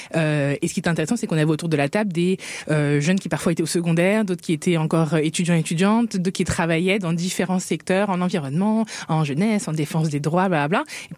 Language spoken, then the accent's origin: French; France; moved away as an adult; now in Quebec, Canada; Mais je pense que vous pouvez l'entendre, je viens d'un autre pays. J'ai grandi en France